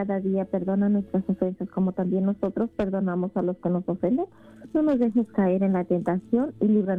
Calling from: Chicago, Illinois, United States; de Chicago

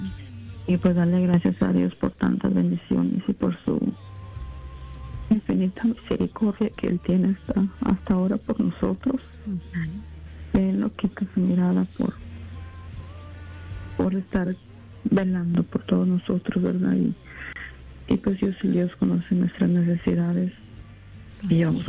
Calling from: Riverside, United States; Buenos días … Riverside.

